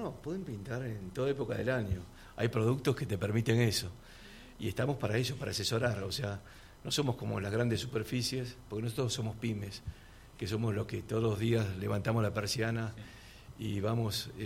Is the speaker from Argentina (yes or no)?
yes; Argentina; now in Cipolletti, Argentina; yo soy de Buenos Aires, pero hace 44 años que estoy acá, y antes estaba en el cemento, en el hormigón, y hoy en día estoy rodeado de chacras